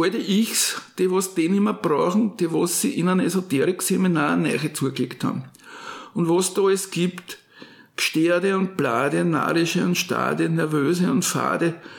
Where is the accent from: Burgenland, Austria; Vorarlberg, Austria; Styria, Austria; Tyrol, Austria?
Burgenland, Austria; Und ich bin im Burgenland aufgewachsen, also ich habe damals einen ganz anderen Dialekt geredet als heute, ja?